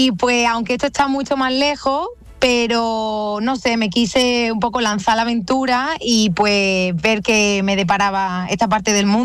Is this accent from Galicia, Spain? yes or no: no; Málaga, Andalusia, Spain; moved away as an adult; also born or lived in Ireland / United Kingdom; now in Australia; yo soy malagueña, pero ya llevo aquí 3 años y pico. En enero haría el cuarto.